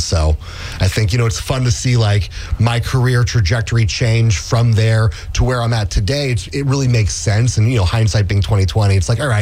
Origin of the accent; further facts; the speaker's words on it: Sebastopol, California, United States; So I grew up in Sebastopol. I'm a local Sonoma County, born and raised.